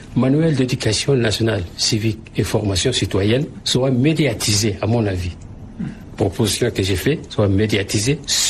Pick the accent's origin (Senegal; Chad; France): Chad; Bardaï, Tibesti